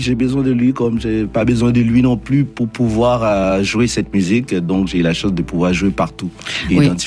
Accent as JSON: {"language": "French", "country": "Haiti", "tie": "born or raised there", "moved": "yes", "said": "moi j'ai grandi, je suis né en Haïti, je suis né"}